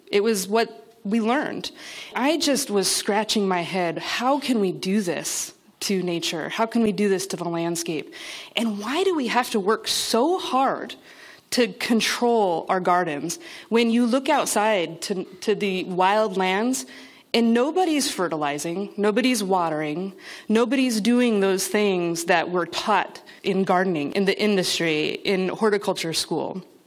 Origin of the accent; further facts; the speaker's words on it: Pacific Northwest, United States; I grew up in the Pacific Northwest.